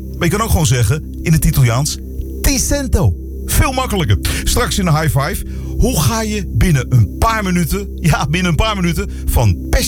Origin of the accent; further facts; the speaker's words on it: Netherlands; Maar goed, hè, wij zijn Nederlanders.